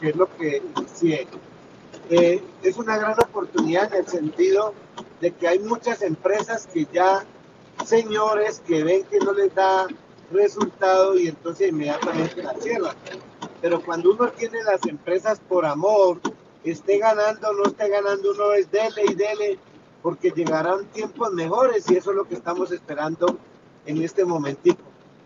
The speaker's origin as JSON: {"language": "Spanish", "country": "Colombia", "said": "Eso para nosotros como colombianos es muy importante"}